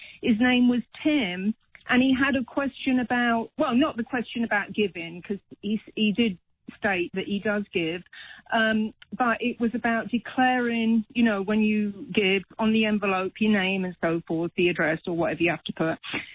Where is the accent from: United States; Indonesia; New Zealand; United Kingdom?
United Kingdom; moved away; Oh, I'm from the UK originally. Yeah, I just, you know, haven't lost the accent.